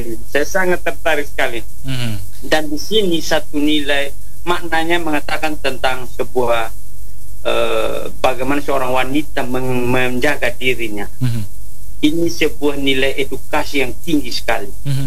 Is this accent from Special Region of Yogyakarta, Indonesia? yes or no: no; East Nusa Tenggara, Indonesia; kami orang TTS katakan ne